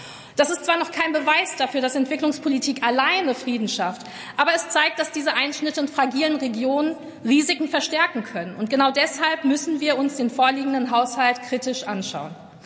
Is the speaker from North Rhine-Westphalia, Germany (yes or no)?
yes; North Rhine-Westphalia, Germany; Ich möchte Ihnen diese Debatte vielleicht mal eine Perspektive aus meinem Heimatland NRW einbringen.